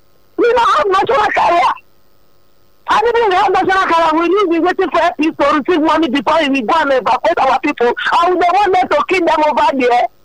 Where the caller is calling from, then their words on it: Delta, Nigeria; I'm from Anaka. and from Aniocha, Aniocha local government.